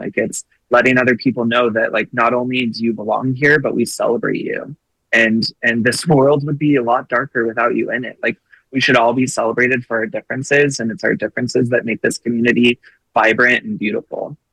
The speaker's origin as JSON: {"language": "English", "region": "Colorado", "country": "United States", "tie": "born or raised there", "said": "when I grew up in Colorado"}